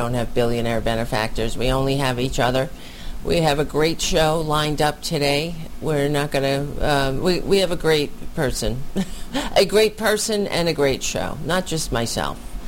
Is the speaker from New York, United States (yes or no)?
yes; New York, United States; I'm a New Yorker. I'm a New Yorker.